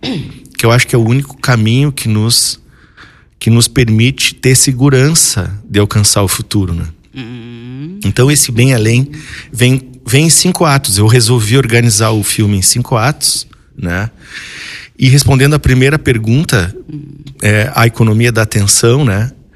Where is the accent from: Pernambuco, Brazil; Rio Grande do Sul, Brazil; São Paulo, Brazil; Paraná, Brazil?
Rio Grande do Sul, Brazil; Bagé; now in Rio Grande, Brazil; Sobre Bagé um pouco, que é a minha terra natal.